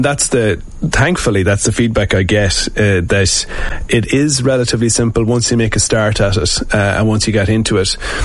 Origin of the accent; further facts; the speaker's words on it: Sligo, Connacht, Ireland; moved away as an adult; now in Dublin, Ireland; So I'm from Sligo, but I'm in Dublin now for nearly 20 years